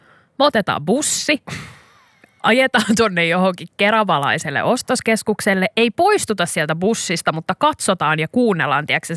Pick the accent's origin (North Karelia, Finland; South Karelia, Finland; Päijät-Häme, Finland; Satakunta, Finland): Päijät-Häme, Finland; Lahti; also born or lived in Turku; now in Helsinki, Finland; mähän sanon usein, kun olen Lahdesta kotoisin tai Lahdesta, ja lahtelaiset lyhentää asioita tosi paljon. Toki mulla se niin kuin lyhentäminen on rauhoittunut, kun mä oon asunut Helsingissä aika kauan ja sitten käynyt Turussakin tossa välissä.